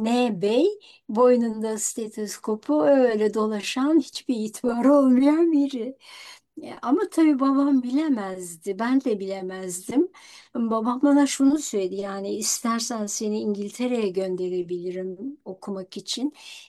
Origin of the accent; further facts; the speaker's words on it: Bursa, Turkey; also born or lived in Istanbul / Sivas / Zonguldak; Şimdi ben İstanbul Göztepe'de doğdum. Annem babam ikisi de doktor oldukları için Sivas, Zonguldak, Bursa'da büyüdüm ama yazları gene Göztepe.